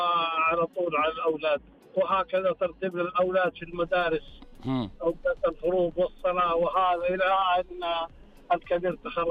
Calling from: Jazan Province, Saudi Arabia; انا اكلمك من منطقه جازان، محافظه الضمك

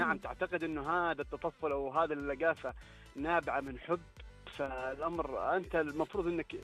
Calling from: southern Saudi Arabia, Saudi Arabia; لا أنا في جدة ولا أنا في الرياض، من الجنوب.

